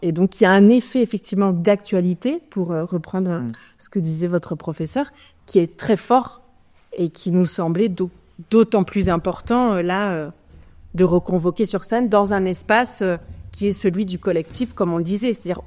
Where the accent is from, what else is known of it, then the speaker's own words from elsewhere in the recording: France; mais en tant que Français, on hérite d'une histoire.